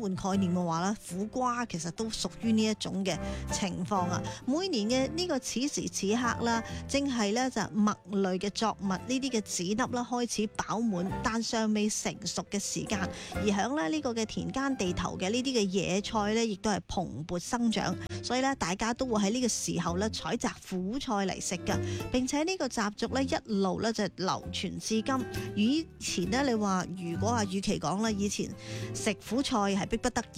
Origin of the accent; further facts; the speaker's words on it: Guangdong, China; 我哋广东人